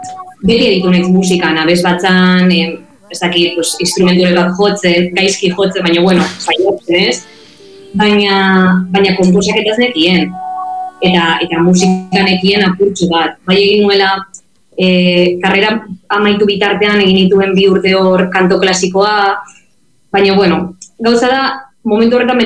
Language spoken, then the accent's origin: Basque; Vitoria-Gasteiz, Basque Country, Spain; first language Spanish; Basque is a second language; moved away as an adult; now in Barcelona, Spain; Gasteiztarra naiz, baina duela mala urte etorri nintzen Bartzelonara ikastera, eta momentuz hemendik nabil, baina bueno, nik beti esaten dut Gasteiztarra naizela eta euskalduna naizela